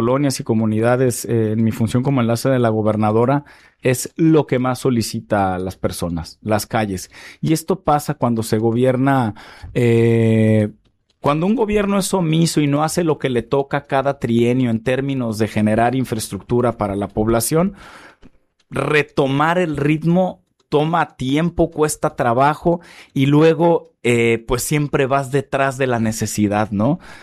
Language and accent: Spanish; Manzanillo, Colima, Mexico; El tema es que la ciudad funcione mejor para los manzanillenses, que funcione mejor para nosotros y nuestras familias.